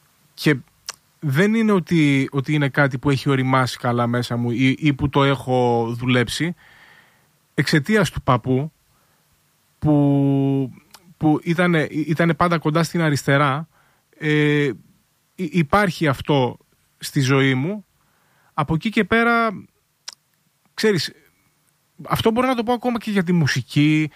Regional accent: Greece; νιώθω ως Έλληνας πολίτης ότι νιώθω ότι ζω σε μια χώρα που πνίγομαι.

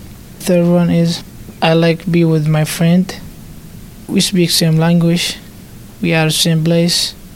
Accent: Pittsburgh, Pennsylvania, United States; I'm 13. I'm from the Hill District, and I go to Shirley Classical Academy.

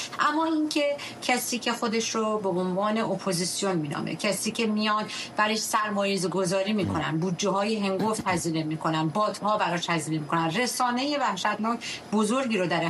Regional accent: Iran; moved away; ما در یک کشوری بزرگ شدیم که بچگی به ما گفتن احترام بذار

